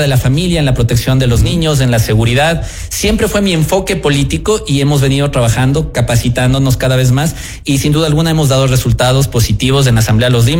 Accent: Quito, Pichincha, Ecuador; Por Pichincha en el Distrito Sur, yo soy del sur de Quito

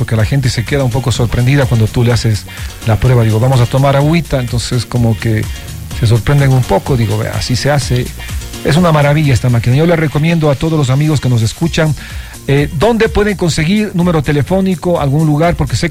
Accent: Cuenca, Azuay, Ecuador; entusiastas emprendedores, como somos todos los cuencanos.

